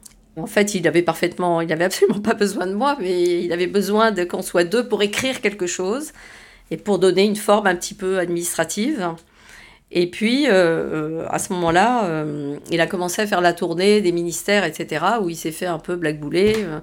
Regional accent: Morocco; now in France; quand j'étais enfant au Maroc, dans la Médina.

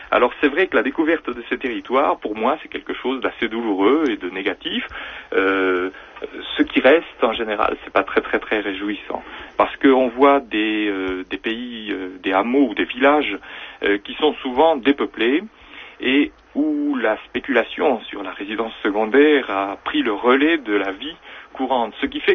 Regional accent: Paris, Île-de-France, France; born there; moved away as an adult; now in Auvergne, France; Moi, je suis parti de Paris il y a 20 ans. J'avais fait des études à Paris. J'étais né à Paris bêtement, et puis j'avais des vacances en Auvergne.

